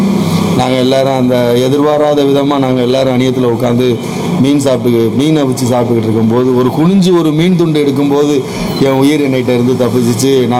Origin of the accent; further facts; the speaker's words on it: Rameswaram, Tamil Nadu, India; moved away as an adult; now in Pamban, India; எனக்கு 36 வயசு ஆகுது. எனக்கு நான் பிறந்து வளர்ந்ததுலாம் ராமேஸ்வரம். பாம்பனுக்கு வந்து ஒரு 15 வருஷம் 18 வருஷம் இருக்கு.